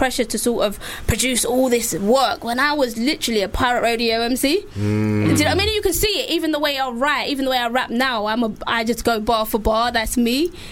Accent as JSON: {"language": "English", "region": "London", "country": "United Kingdom", "tie": "born or raised there", "said": "I grew up in Stepney"}